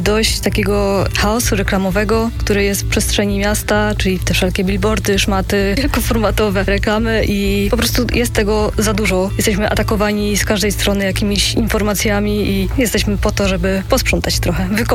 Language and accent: Polish; Gliwice, Silesian Voivodeship, Poland; now in Katowice, Poland; Ja jestem z Gliwic, od ponad roku mieszkam w Katowicach.